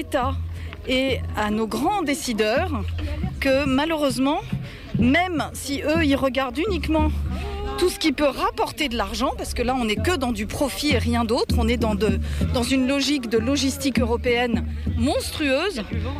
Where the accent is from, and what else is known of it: Centre-Val de Loire, France